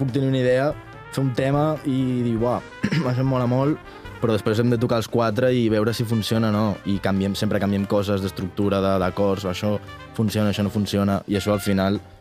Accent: Aragon, Spain; A Aragó, d'on soc jo

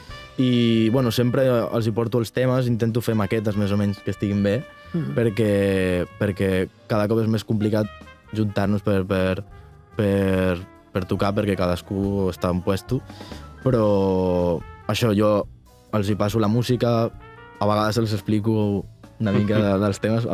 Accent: Aragon, Spain; A Aragó, d'on soc jo

